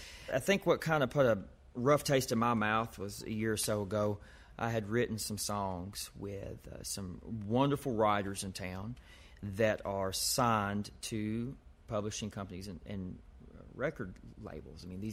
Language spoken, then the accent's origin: English; Kentucky, United States; the way I grew up in Kentucky doing it